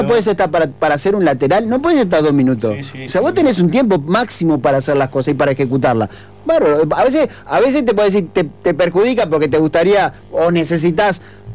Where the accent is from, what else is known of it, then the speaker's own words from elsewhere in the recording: Uruguay; somos llorones los uruguayos.